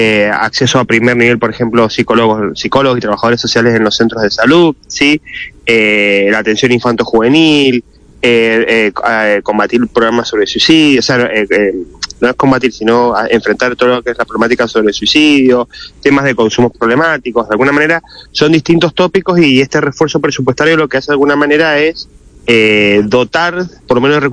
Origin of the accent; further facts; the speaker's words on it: Argentina; como todos argentinos vamos